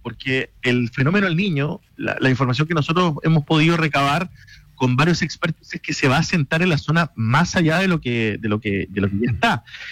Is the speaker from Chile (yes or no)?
yes; Punta Arenas, Magallanes and Chilean Antarctica, Chile; yo provengo de la región de Magallanes, en Punta Arenas, en el sur.